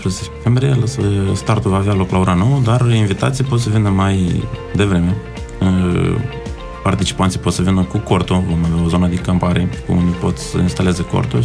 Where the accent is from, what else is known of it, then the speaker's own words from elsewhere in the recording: Moldova; now in Bucharest, Romania; Suntem din Republica Moldova, suntem moldoveni, ne-am întâlnit toți la București.